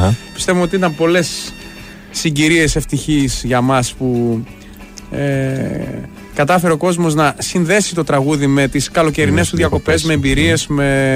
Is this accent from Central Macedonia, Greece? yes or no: yes; Thessaloniki, Central Macedonia, Greece; also born or lived in Paris, France; Ήρθα 5 χρονών με τους γονείς μου από Γαλλία, Ελλάδα και από τότε δεν έφυγα από τη Θεσσαλονίκη καθόλου.